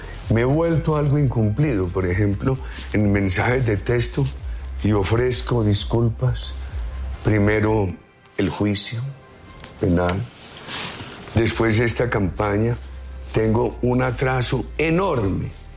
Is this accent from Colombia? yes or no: yes; Quindío, Colombia; Yo tengo la edad de los jipaos del Quindío. Soy viejo del Quindío.